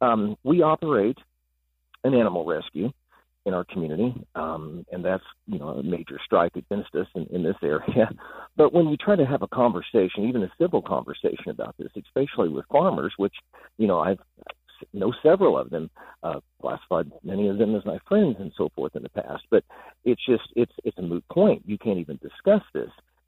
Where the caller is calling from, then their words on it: Westport, Illinois, United States; I am in Westport, Illinois, also the Vincennes, Indiana. The communities basically adjoin each other between the Wabash River.